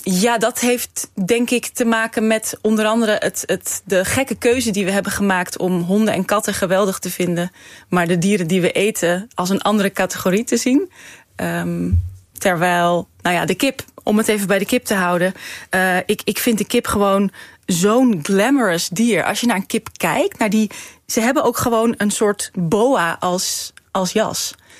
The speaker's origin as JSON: {"language": "Dutch", "town": "Grosthuizen", "region": "North Holland", "country": "Netherlands", "tie": "born there", "said": "heel veel tijd doorgebracht met de kippen in mijn geboortedorp Grosthuizen."}